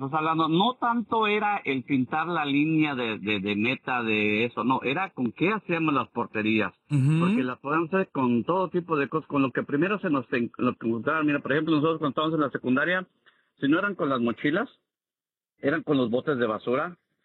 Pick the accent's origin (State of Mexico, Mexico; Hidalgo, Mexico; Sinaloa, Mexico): State of Mexico, Mexico; Tepotzotlán; en el pueblo donde yo crecí, crecí ahí en Tepoztlán, sí había campos de fútbol, pero estaban a las afueras